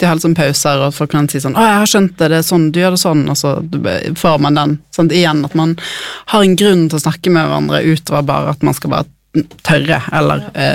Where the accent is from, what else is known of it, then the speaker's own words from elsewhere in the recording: Bergen, Vestland, Norway; Dere hører jo på dialekten min, jeg er fra Bergen.